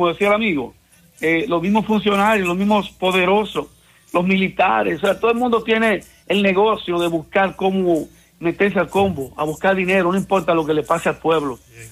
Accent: Dominican Republic; now in United States; como buen dominicano, aquí la mayoría lo pasamos trabajando.

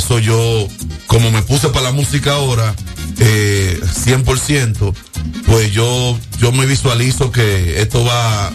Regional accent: Dominican Republic; now in United States; que soy dominicano 100%.

